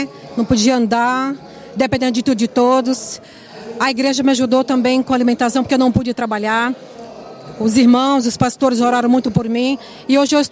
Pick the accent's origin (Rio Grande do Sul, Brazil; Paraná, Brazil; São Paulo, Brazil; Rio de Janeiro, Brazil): São Paulo, Brazil; Jussara; Eu venho do Jussara.